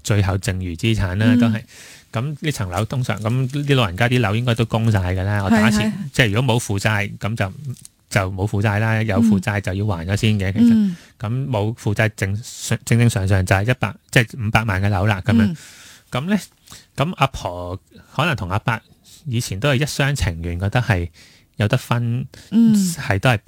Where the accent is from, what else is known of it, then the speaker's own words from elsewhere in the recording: Hong Kong; 其實我哋香港人咧